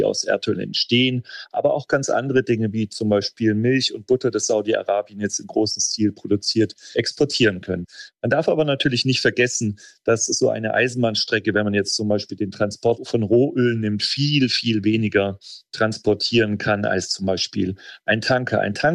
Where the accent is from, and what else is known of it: Germany